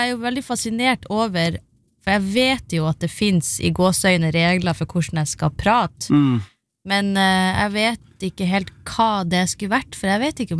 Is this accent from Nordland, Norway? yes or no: yes; Beiarn, Nordland, Norway; also born or lived in Kjerstad; Det var et sted som... Det et sted som heter Beiern.